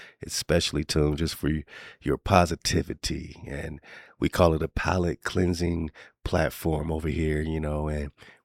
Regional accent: California, United States; moved away; I'm from California, you know, originally moved up here with my family.

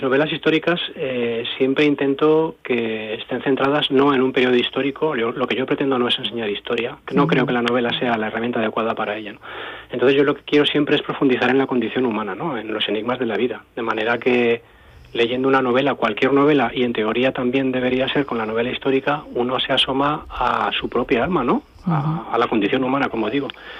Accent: Aragon, Spain; como yo soy aragonés

